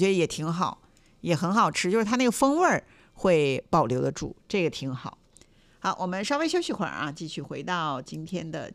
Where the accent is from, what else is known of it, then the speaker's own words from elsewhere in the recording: China; 我们中国人